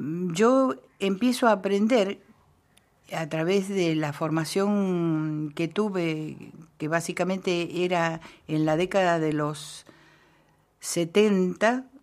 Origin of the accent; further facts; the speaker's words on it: Córdoba, Argentina; como buena cordobesa serrana soy refranera